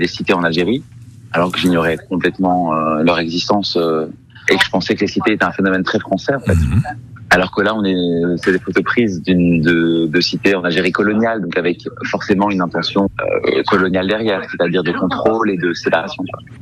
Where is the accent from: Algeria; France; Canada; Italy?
France; Île-de-France; born or raised there